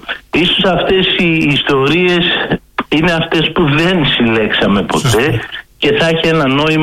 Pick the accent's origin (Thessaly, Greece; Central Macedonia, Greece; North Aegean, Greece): North Aegean, Greece; Chios; στην Χίο, στην πατρίδα μου, από εδώ που σας μιλάω